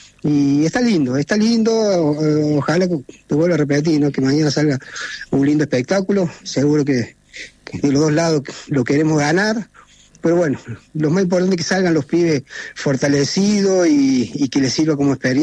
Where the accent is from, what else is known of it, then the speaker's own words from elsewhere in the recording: Córdoba, Argentina; Yo, como todo cordobés, cuartetero